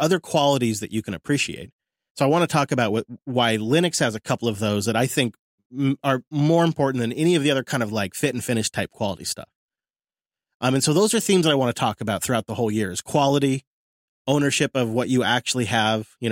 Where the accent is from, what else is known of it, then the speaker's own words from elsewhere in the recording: Mount Vernon, Washington, United States; my hometown of Mount Vernon